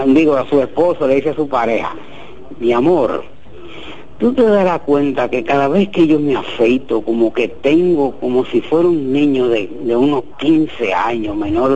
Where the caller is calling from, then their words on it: Jarabacoa, La Vega, Dominican Republic; de Jarabacoa, un oyente del plato del día.